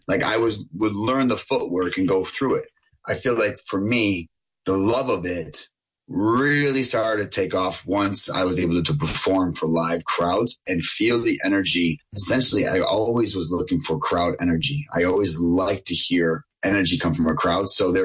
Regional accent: Buffalo, New York, United States; born or raised there

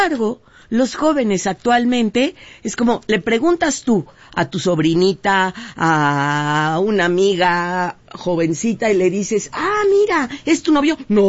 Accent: Mexico; Y sí, claro, sí, somos mexicanos, no, a ver, ¿qué somos?

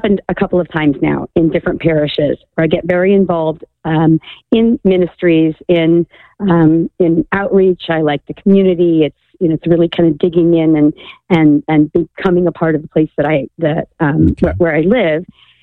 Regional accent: Ireland; I'm Irish. I'm Catholic. I've been Catholic forever.

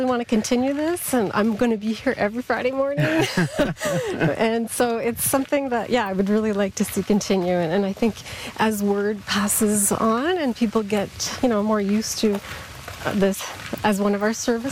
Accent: Ayer's Cliff, Quebec, Canada; I come from Ayers Cliff. I live in Ayers Cliff.

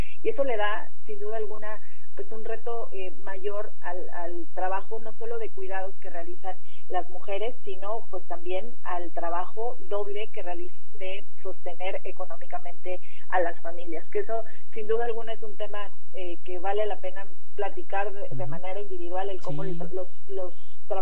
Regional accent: Mexico; como mexicanos somos mucho más dados

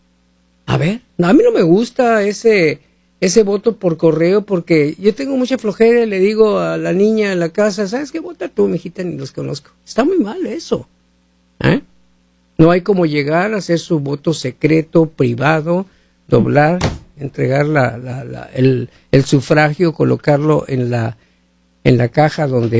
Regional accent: Mexico; now in United States; tú eres de México, yo soy de México

